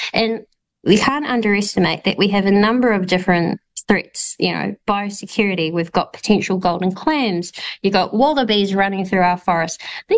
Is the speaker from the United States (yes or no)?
no; New Zealand; You know, you go overseas anywhere and you say, I'm from New Zealand, and they go, ah, the haka.